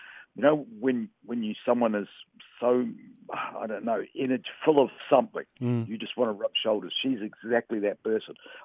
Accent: Samoa; moved away; because of my Samoan background. I grew up in Western Samoa, so that background for me has always been an important part of my life.

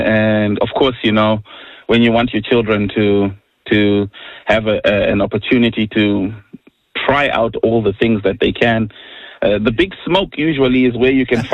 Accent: Zimbabwe; So growing up in Zimbabwe, you have quite a big celebration of traditional music. Each tribal group in the country has music that is very peculiar to them.

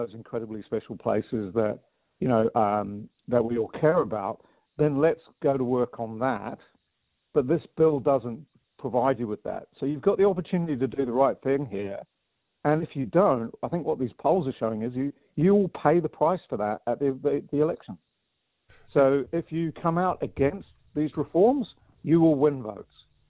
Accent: New Zealand; also born or lived in England; I'm Pākehā. I was born in England. I grew up in New Zealand

